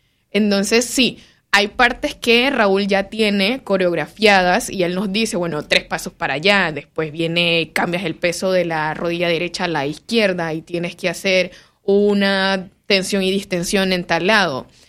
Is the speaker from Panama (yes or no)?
yes; Panama; Prácticamente que todos los grupos también somos panameños.